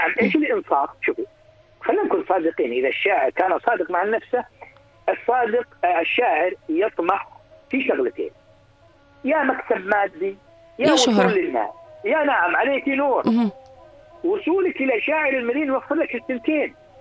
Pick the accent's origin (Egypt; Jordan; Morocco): Jordan; أنا كأردنيين